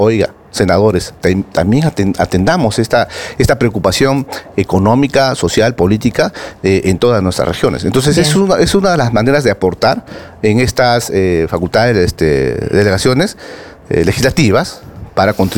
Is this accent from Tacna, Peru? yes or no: no; Tumbes, Peru; yo vengo de Tumbes.